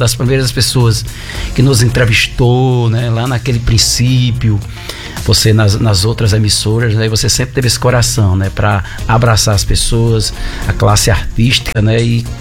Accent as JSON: {"language": "Portuguese", "town": "Apodi", "region": "Rio Grande do Norte", "country": "Brazil", "moved": "yes", "lives_now": "Mossoró, Brazil", "said": "Eu sou de Apodi, né?"}